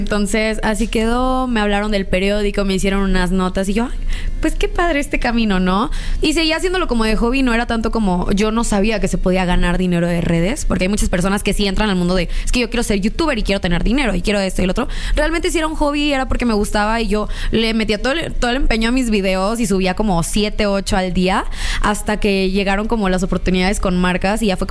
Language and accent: Spanish; Reynosa, Tamaulipas, Mexico; also born or lived in Monterrey; Yo nací en Monterrey, pero toda mi infancia la viví en Reynosa.